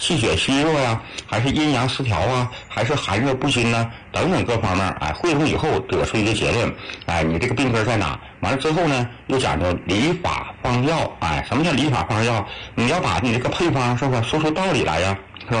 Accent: China; 咱们中国人

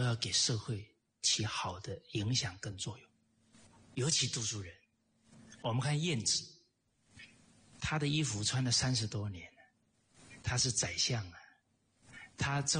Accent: Malaysia; 我们马来西亚华人都会回家扫墓

